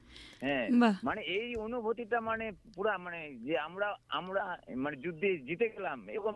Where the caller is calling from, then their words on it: West Bengal, India; রাঙামাটি থেকে বলছি